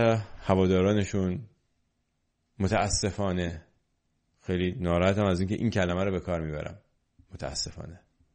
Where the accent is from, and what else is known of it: Iran